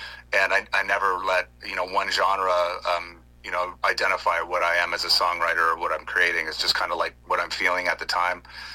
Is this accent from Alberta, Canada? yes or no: no; Oshawa, Ontario, Canada; I'm from Oshawa, Ontario